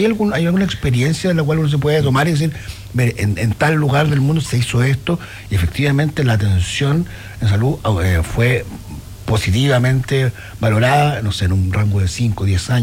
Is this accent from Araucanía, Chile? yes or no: yes; Temuco, Araucanía, Chile; now in Aysén, Chile; Yo vengo de Temuco, por ejemplo, que es una ciudad que hoy día tiene casi medio millón de habitantes.